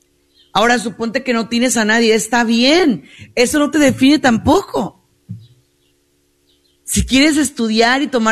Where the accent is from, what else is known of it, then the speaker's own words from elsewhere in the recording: Mexico; de nosotros que somos mexicanos, pues somos muy vigueros, muy groseros